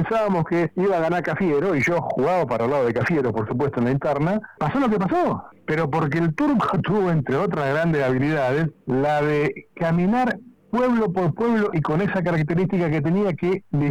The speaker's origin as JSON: {"language": "Spanish", "town": "Tres Lomas", "region": "Buenos Aires Province", "country": "Argentina", "said": "estando en mi pueblo, en Tres Lomas, un pueblo de 7.000 habitantes"}